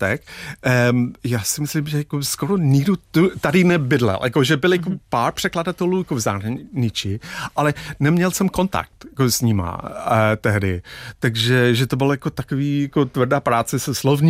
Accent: Dublin, Leinster, Ireland; Czech is a second language; now in Czech Republic; malý, hezký středoslavovský dům jako, jako v Dublinu. Jsem tam vyrůstal.

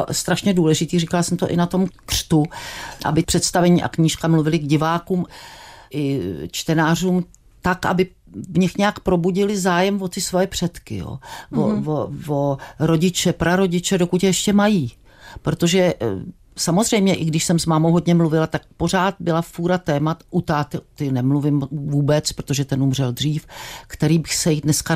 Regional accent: Strakonice, South Bohemian Region, Czechia; born there; moved away as an adult; já jsem ze Šumavy, jo, a oba rodiče pocházeli ze Šumavy 3 kilometry od sebe

